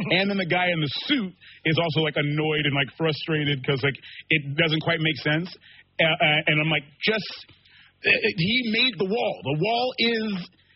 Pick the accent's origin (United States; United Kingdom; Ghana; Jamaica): Ghana; they wrote the character with me in mind because they know that I'm Ghanaian. Mm-hmm. My mother's Ghanaian.